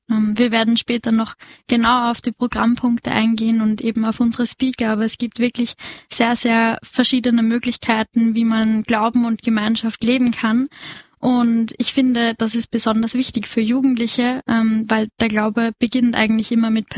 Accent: Bergland, Lower Austria, Austria; moved away as an adult; now in Vienna, Austria; ich bin aus Bergland. Genau, wir studieren beide gerade in Wien

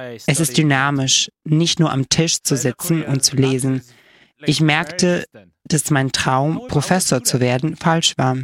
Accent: South Korea; moved away; also born or lived in Cheshire; Als Koreaner ist Latein sehr fern.

